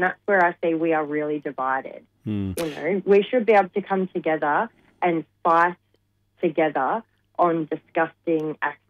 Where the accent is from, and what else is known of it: Australia